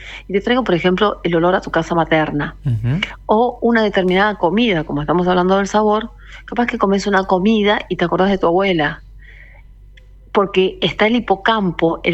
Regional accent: Bella Vista, Argentina; now in Buenos Aires, Argentina; yo soy de Bellavista, pero estoy en Buenos Aires y repartida entre Buenos Aires y Bellavista

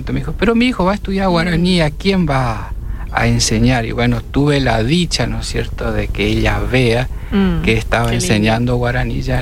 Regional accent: Corrientes, Argentina; Yo soy nacido y criado y malcriado en Corrientes Capital, pero mis abuelos maternos con los que me crié son del paraje Arroyo Pontón.

